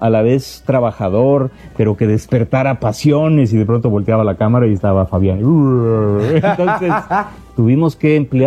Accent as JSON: {"language": "Spanish", "country": "Mexico", "said": "Pues porque somos mexicanos."}